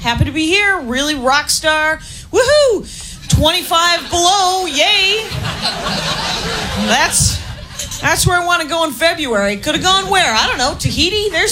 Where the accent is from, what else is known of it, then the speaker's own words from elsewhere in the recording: Wisconsin, United States; moved away; When I moved here from Wisconsin, that people made fun of me because I was from Wisconsin.